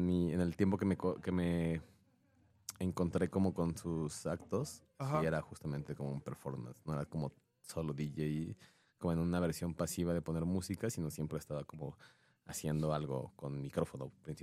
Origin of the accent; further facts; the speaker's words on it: Mexico City, Mexico; soy un ciudadano del Distrito Federal en esos tiempos. No es antes de que fuera una marca, la ciudad. Del sur de donde empieza el sur de la ciudad, prácticamente